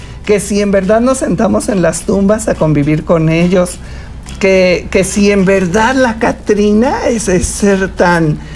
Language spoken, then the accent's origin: Spanish; Mexico; para nosotros como mexicanos.